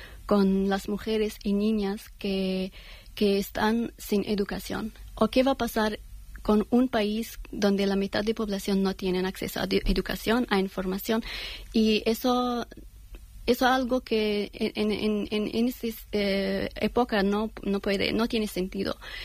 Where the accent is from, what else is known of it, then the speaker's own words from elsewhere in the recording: Afghanistan; Spanish is a second language; now in Spain; no soy de aquí y no soy de Afganistán ahora, como, pero siempre Afganistán es mi hogar